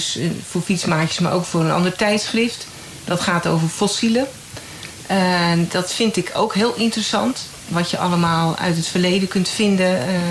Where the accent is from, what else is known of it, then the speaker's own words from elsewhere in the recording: Lisse, South Holland, Netherlands; now in Lisserbroek, Netherlands; ik ben geboren en getogen in Lisse. En nu woon ik in de Lissebroek, maar dus eigenlijk voelt dat nog steeds als Duin en Bollenstreek.